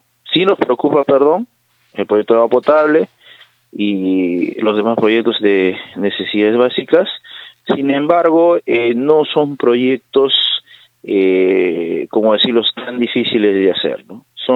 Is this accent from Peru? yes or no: yes; Ite, Tacna, Peru; para todos los iteños y para todos mis paisanos